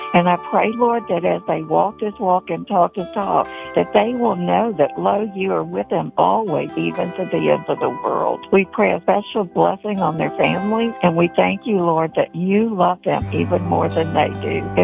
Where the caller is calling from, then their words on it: Tyler, Texas, United States; I'm from Tyler.